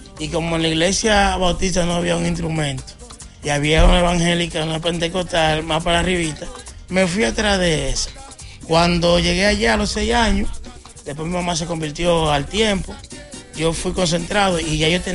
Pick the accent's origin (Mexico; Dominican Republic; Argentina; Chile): Dominican Republic; San Cristóbal; Yo soy de San Cristóbal.